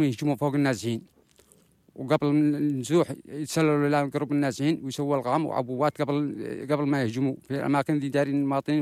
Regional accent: Sirwah District, Marib, Yemen; moved away as an adult; now in displacement camp, Yemen; من أبا محافظة مأرب مديرية صرواح، العمر 32 سنة.

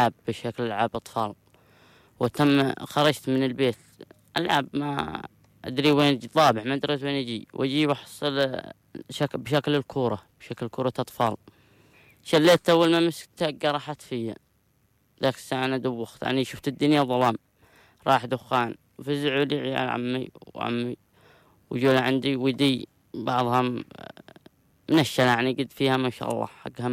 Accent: Sirwah, Marib, Yemen; born there; عمري 17 سنة، من مواليد صرواح، أدرس في الصف الثامن

